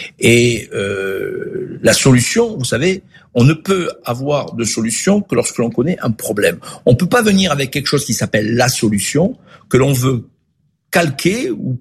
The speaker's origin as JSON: {"language": "French", "country": "France", "said": "pas simplement en tant que juif, mais en tant que français, tout simplement."}